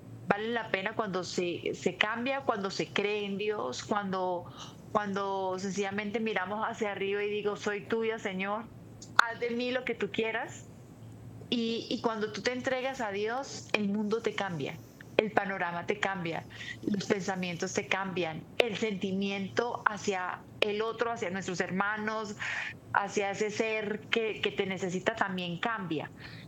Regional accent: Táriba, Táchira, Venezuela; born there; porque yo nací en Tariba y allí está la iglesia de la Consolación de la Virgen, pues de Tariba.

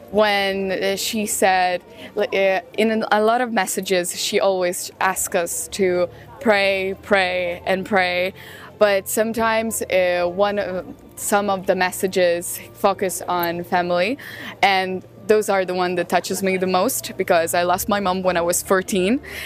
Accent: Sicily, Italy; I'm from Italy. I'm from Sicily specifically.

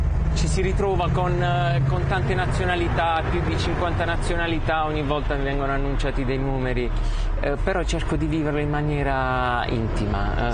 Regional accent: Terlizzi, Apulia, Italy; vengo dalla Puglia, dalla provincia di Bari, Terlizzi in realtà, un paese a nord di Bari.

